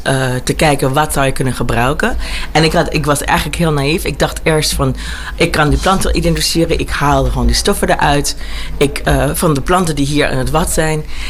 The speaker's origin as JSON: {"language": "Dutch", "country": "Germany", "tie": "born or raised there", "also_born_or_lived": "United States", "second_language": "Dutch", "said": "is een Nederlander die in Duitsland en Amerika is opgegroeid. Vandaar mijn accent. Mijn moeder is Friesin."}